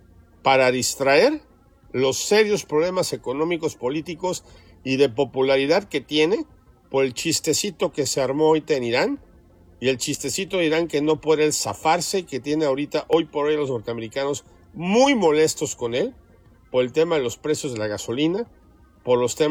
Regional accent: Mexico; moved away; Y lo aclaro y lo digo contundentemente como mexicano que vive en el extranjero.

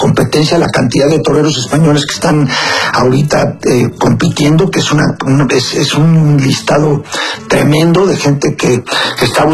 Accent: Mexico; como mexicanos estar agradecidos con Plaza 1 porque le ha abierto las puertas a los mexicanos

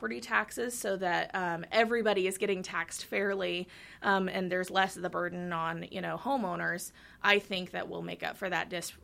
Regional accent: Warrensburg, Missouri, United States; also born or lived in Michigan; So I was born technically in Michigan, but as far as I can remember, I've lived in Warrensburg since I was about 3 or 4 years old. My parents moved here in May of 2004, actually, to go to the University of Central Missouri. So, Yep, I grew up here, graduated here.

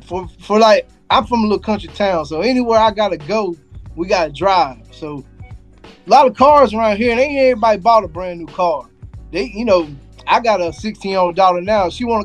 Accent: the Carolinas, United States; my hometown down here in the Carolinas

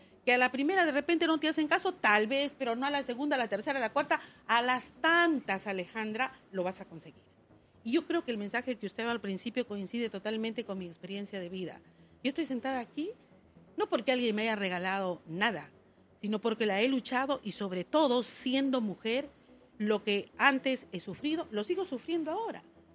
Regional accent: Peru; esta candidata peruana

